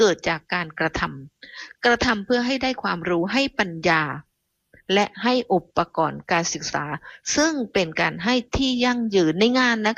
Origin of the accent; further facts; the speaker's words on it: Southern Thailand, Thailand; accent: Southern Thai; พอดิฉันพูดใต้ดิฉันต้องมีสำนวนสำเนียงมาเลย